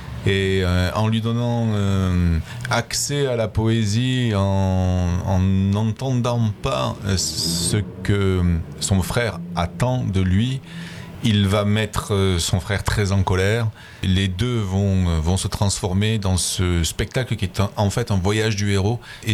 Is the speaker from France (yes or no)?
yes; Toulouse, Occitanie, France; je suis originaire de Toulouse et un chanteur toulousain fameux … a bercé mon enfance.